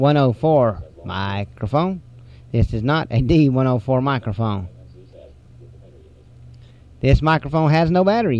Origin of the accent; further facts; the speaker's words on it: hillbilly, Appalachia, United States; accent: hillbilly